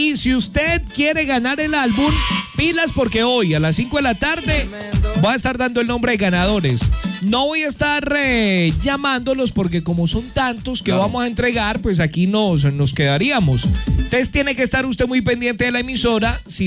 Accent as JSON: {"language": "Spanish", "region": "Antioquia", "country": "Colombia", "said": "somos paisas."}